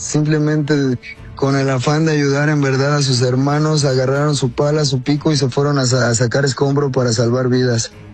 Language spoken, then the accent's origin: Spanish; San José de Gracia, Michoacán, Mexico; Yo soy de San José de Gracia, Michoacán.